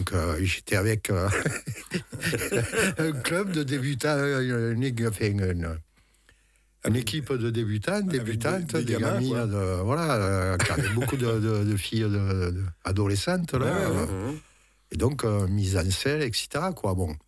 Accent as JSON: {"language": "French", "town": "Saint-Gilles", "region": "Occitanie", "country": "France", "tie": "born or raised there", "said": "je suis originaire de Saint-Gilles."}